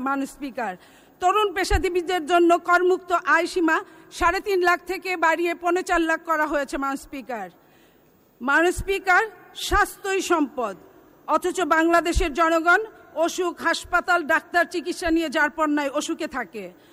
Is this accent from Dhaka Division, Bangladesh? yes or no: no; Jamalpur, Mymensingh Division, Bangladesh; আমি জামালপুরের মেয়ে, আমি নকশিকাঁথার এলাকার মেয়ে, আমি ব্রহ্মপুত্র নদের এলাকার মেয়ে এবং আমি সবজির এলাকার মেয়ে।